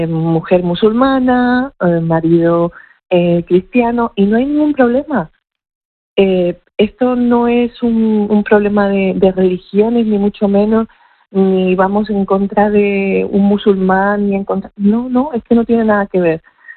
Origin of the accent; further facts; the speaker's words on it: Ceuta, Spain; todos los que vivimos aquí seamos, nos llamemos como nos llamemos y recemos a quien recemos, somos caballas, somos españoles, somos europeos.